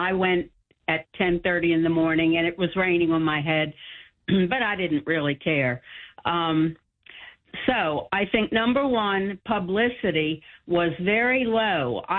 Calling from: White Hall, Maryland, United States; I am a registered Democrat in Harford County

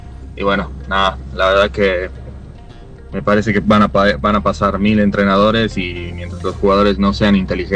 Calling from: Buenos Aires, Argentina; de Almagro, hincha de Boca.

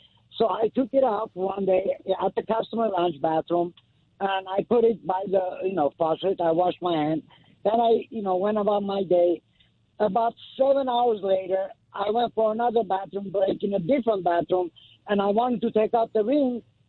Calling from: Los Angeles, California, United States; Los Angeles.

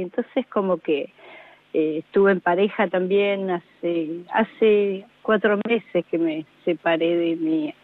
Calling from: Mar del Plata, Buenos Aires Province, Argentina; de Mar del Plata.

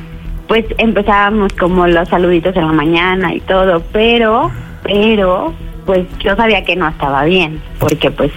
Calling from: Guadalajara, Jalisco, Mexico; Tengo 36 años y te marco desde Guadalajara.

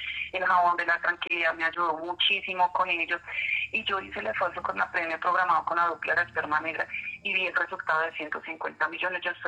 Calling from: La Mesa, Cundinamarca, Colombia; De acá de la mesa Cundinamarca

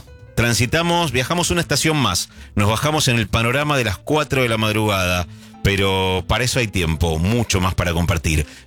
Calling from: Pacheco, Buenos Aires, Argentina; soy de Pacheco.

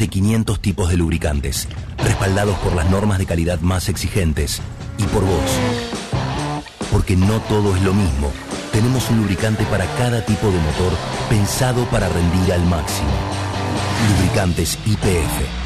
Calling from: Arroyo Seco, Santa Fe, Argentina; Amigos de Cadena 3 … de Arroyo Seco.

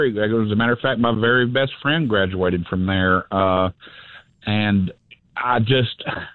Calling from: North Carolina, United States

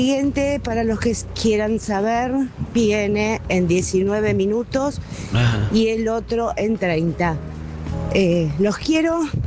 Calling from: Buenos Aires, Argentina; de Liniers.

